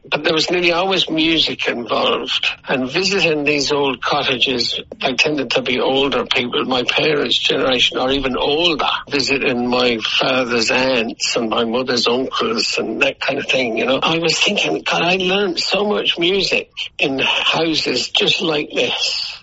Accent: London, United Kingdom; because I grew up in London, so my life was very different.

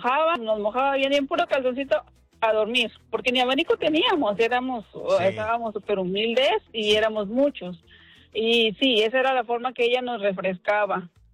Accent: Tamaulipas, Mexico; Fíjate que soy de Tamaulipas.

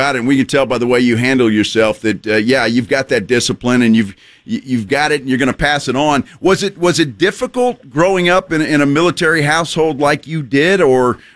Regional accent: San Antonio, Texas, United States; I mean, growing up in San Antonio, you hear that all the time, don't you?

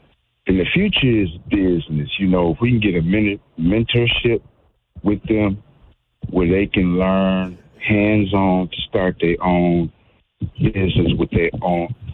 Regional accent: Milwaukee, Wisconsin, United States; I'm a native from Milwaukee.

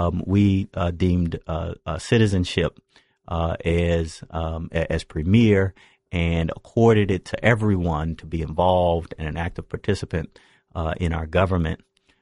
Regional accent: Chicago, Illinois, United States; born there; I was born in Chicago, south side of Chicago.

